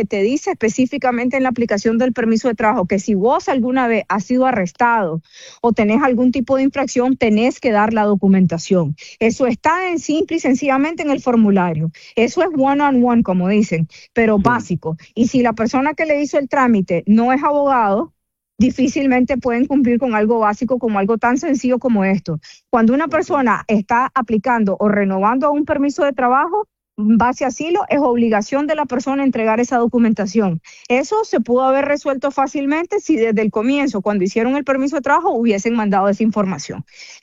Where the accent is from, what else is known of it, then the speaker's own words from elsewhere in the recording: Nicaragua; moved away as an adult; voy todo el tiempo a Nicaragua y mis papás, mis hermanos, todos viven allá y yo me crié allá. Incluso yo soy abogada, tengo 43 años y a los 23 me vine de Nicaragua y me quedé aquí